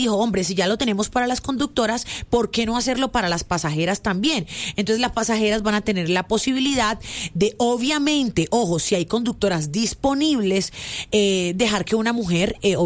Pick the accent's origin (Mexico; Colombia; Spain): Colombia; es que como todo colombiano y como aquí hay tanta vaina, uno, uh-huh, como dicen por ahí, echa la ley, echa la trampa.